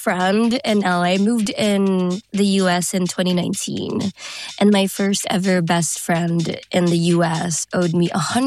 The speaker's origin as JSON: {"language": "English", "town": "Manila", "region": "Metro Manila", "country": "Philippines", "tie": "born or raised there", "lives_now": "United States", "said": "I am. Well, I'm just following a feeling. You know, I'm following wherever life takes me, really. But like Philippines is an amazing country. I came here to just literally, I guess, find myself."}